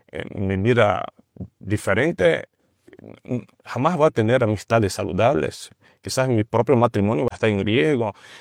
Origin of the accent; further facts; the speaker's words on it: Brazil; Spanish is a second language; moved away; Soy de Brasil.